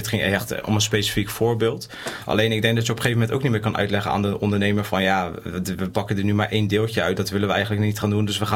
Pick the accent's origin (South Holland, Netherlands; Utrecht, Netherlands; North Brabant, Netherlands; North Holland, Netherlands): South Holland, Netherlands; Gouda; also born or lived in Rotterdam; Ik ben officieel geboren in Rotterdam. Ik woon hier wel heel mijn leven. Ik heb op de basisschool gezeten in de Triangel. Daarna ben ik naar de Goudse Waarden gegaan, ook in Gouda.